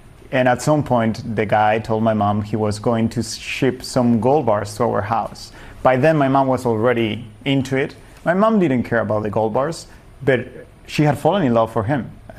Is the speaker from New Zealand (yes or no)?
no; Spain; We are from Spain, and we are three brothers, and I'm the youngest.